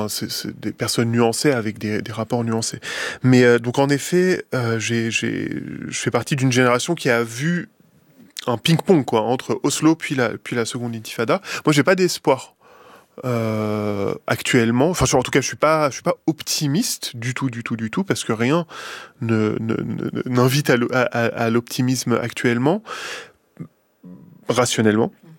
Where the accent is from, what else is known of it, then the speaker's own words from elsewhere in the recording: France; je suis français.